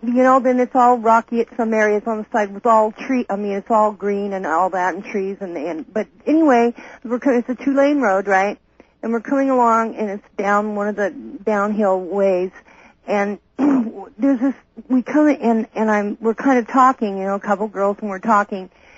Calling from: Merced, California, United States; I'm calling from Merced, KYOS.

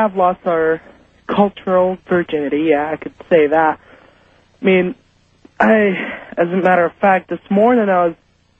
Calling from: Beaverton, Oregon, United States; from Beaverton, Oregon.

